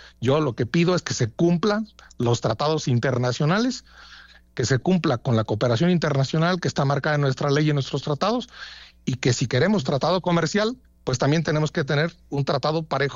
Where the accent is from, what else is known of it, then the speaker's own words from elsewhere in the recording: Mexico; A mí me indigna como mexicano